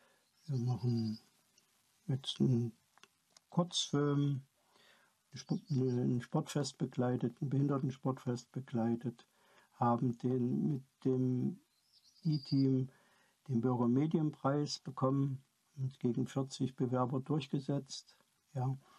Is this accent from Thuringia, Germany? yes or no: no; Merseburg, Saxony-Anhalt, Germany; diesem Film meiner Stadt Merseburg, meiner Heimatstadt, etwas zurückgeben